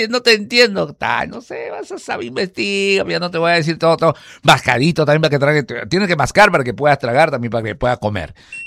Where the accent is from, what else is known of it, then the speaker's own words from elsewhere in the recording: Peru; born there; porque somos en el Perú, nacimos en el Perú, amamos al Perú